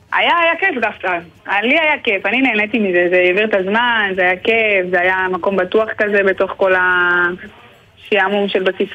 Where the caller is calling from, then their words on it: Beersheba, Southern District, Israel; אני מבאר שבע